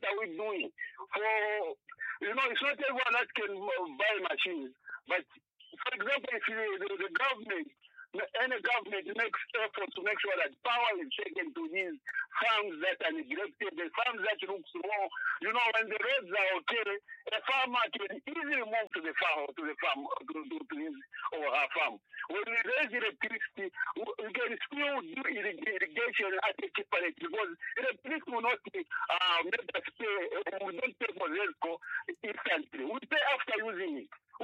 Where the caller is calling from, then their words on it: Solwezi, North-Western Province, Zambia; Ndakara from Solwezi.